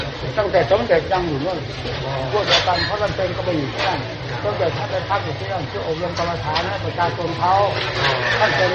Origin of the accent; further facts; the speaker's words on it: Isan, Thailand; เราเองคนเป็นคนภาคอีสาน